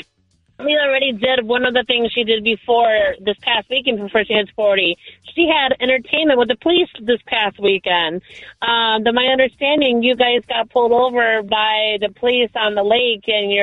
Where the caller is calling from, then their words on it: McHenry, Illinois, United States; I'm calling from McHenry, Illinois.